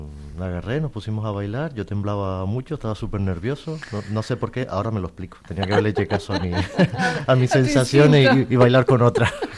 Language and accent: Spanish; Las Palmas de Gran Canaria, Canary Islands, Spain; De aquí. De Las Palmas, de Tamaraceite.